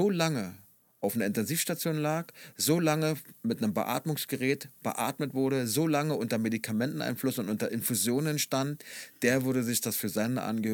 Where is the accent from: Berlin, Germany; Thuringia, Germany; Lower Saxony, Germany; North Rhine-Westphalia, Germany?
Berlin, Germany; ich bin ja damals im Osten in Marzahn-Hellersdorf groß geworden, war ja ein raues Pflaster.